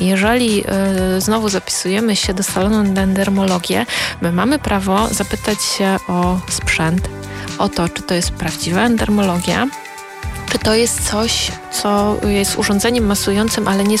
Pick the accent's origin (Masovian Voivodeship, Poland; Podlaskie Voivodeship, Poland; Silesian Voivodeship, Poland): Masovian Voivodeship, Poland; Sochaczew; u nas w Sochaczewie